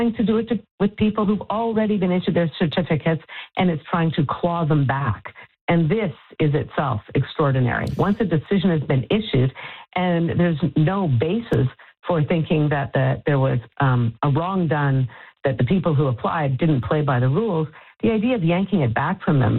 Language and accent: English; Canada; if I, as a Canadian, had a child outside Canada